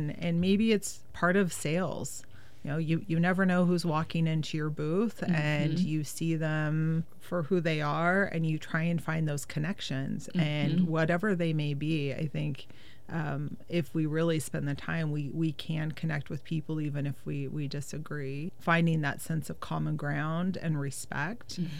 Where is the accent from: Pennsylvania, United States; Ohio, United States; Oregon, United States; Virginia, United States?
Oregon, United States; Silverton; now in Portland, United States; when I was growing up in Silverton, neighbors talked to neighbors.